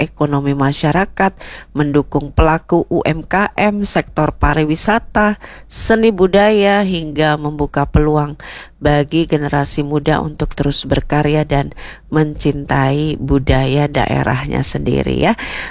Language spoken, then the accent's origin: Indonesian; Central Kalimantan, Indonesia; sebagai warga Kalimantan Tengah